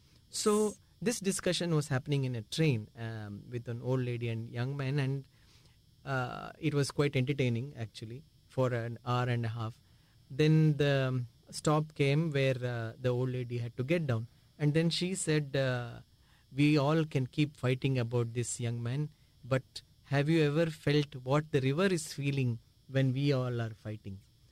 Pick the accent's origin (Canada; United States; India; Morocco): India; Mysore, Karnataka; I'm from Mysore, and I keep traveling between Bangalore and Mysore.